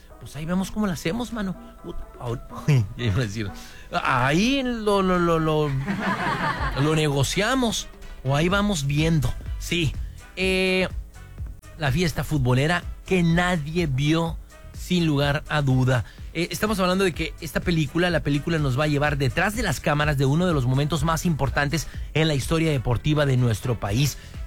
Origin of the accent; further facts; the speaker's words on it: Mexico; si de algo somos expertos los mexicanos